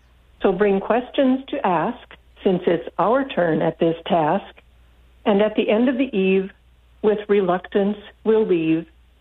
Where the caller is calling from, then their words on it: Bemidji, Minnesota, United States; I'm calling from Bemidji